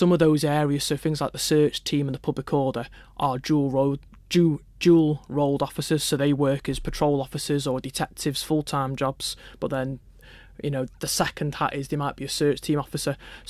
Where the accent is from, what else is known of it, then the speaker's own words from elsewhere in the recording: Manchester, North West England, United Kingdom; Well, I grew up in Manchester